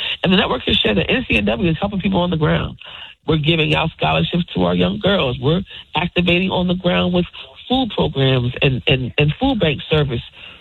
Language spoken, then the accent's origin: English; New Jersey, United States; born there; I grew up in, I was born in New Jersey. I live in another state